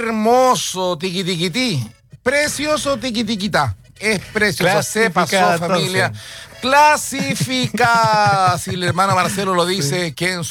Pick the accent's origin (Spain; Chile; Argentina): Chile; como que ya está en el aire el poder compartir como chilenos, pero como cristianos.